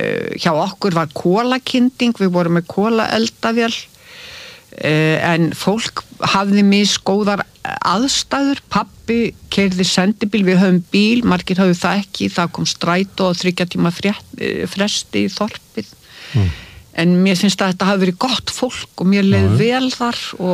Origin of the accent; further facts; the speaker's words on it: Hornuþorp, Capital Region, Iceland; Ég er sem sagt ólst upp í Hornuþorpi sem að fæstir vita hafi verið til. Það var fyrir neðan Grafarholt, það sem golföllurinn í Grafarholt er núna.